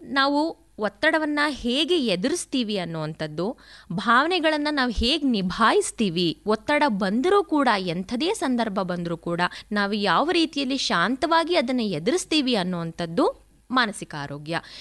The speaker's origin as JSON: {"language": "Kannada", "town": "Mysuru", "region": "Karnataka", "country": "India", "tie": "born or raised there", "said": "ನನ್ನ ಊರು ಮೈಸೂರು."}